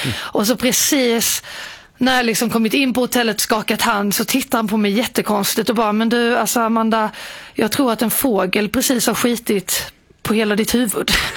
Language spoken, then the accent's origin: Swedish; Båstad, Skåne, Sweden; Jag kommer ju från Båsta, där det är väldigt populärt med tennis